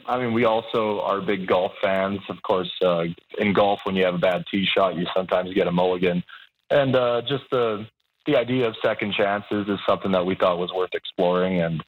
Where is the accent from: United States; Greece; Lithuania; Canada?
Canada